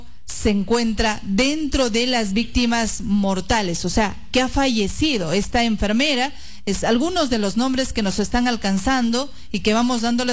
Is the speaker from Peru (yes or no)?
yes; Peru